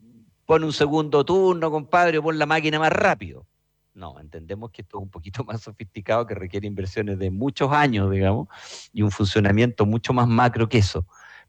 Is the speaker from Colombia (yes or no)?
no; Chile; nosotros como chilenos